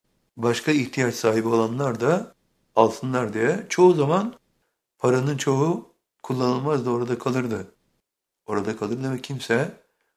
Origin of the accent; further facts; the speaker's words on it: Bursa, Turkey; hatırlıyorum çocukluğumda, Bursa'da çocukluğumu geçirdim.